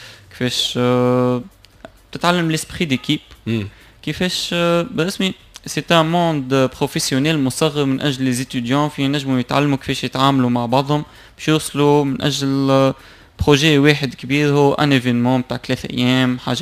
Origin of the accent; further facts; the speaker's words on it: Tunisia; اللي هي واحد من اكبر لي تروازو من لي كلوب اللي عندنا في تونس